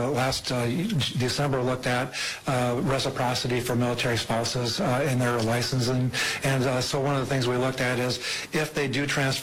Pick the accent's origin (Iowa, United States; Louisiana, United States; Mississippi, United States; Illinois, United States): Iowa, United States; I grew up in Iowa, and so I stayed there a good portion